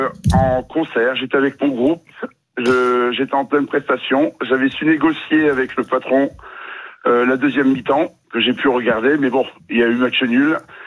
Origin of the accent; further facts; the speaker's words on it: Paris, Île-de-France, France; je suis parisien.